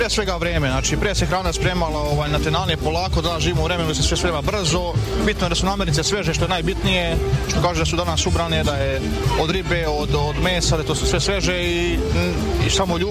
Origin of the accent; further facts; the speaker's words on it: Valjevo, Kolubara District, Serbia; dolazim iz Valjeva